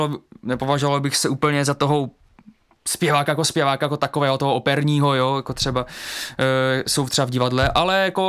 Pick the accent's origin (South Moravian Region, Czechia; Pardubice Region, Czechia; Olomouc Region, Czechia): Olomouc Region, Czechia; Olomouc; also born or lived in Catalonia, Spain; já jsem se narodil v Olomouci, jenom vím, že jsem asi jako malej, možná když mě byl rok, 2 roky, tak jsem tam žil nějakou dobu v tom Katalánsku